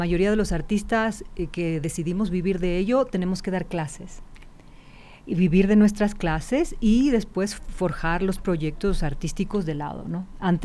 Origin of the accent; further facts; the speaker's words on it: Ecuador; moved away as an adult; now in France; como ecuatoriano le afecta mucho la falta de luz.